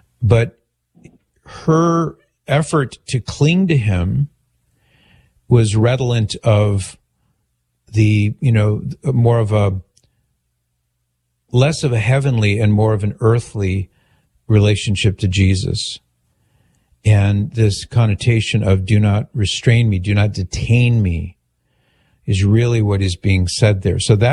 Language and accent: English; Mission Viejo, California, United States; I grew up in Mission Viejo